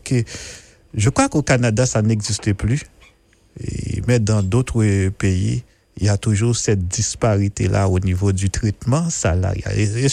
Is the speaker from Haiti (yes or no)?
yes; Haiti; Chez moi, en Haïti